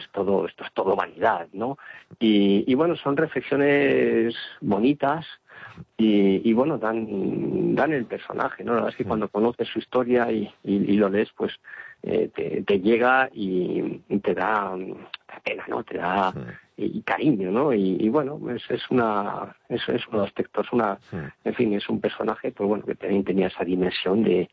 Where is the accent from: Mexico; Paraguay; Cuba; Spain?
Spain; Pero bueno, como españoles sabemos que la leyenda negra tiene una sombra muy alargada.